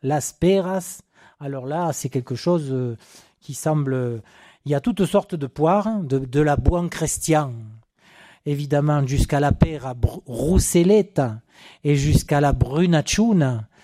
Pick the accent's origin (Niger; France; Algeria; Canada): France; Castellane, Provence-Alpes-Côte d'Azur; même chez moi à Castellane, la mésange c'est lou pit abeillon.